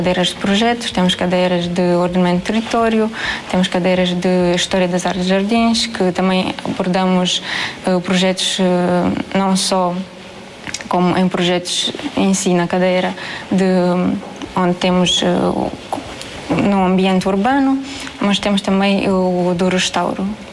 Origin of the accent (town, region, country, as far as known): Moldova